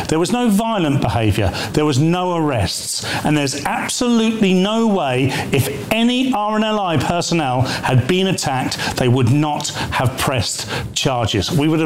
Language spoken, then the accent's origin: English; Portsmouth, South East England, United Kingdom; I was born in Portsmouth, I grew up around the sea.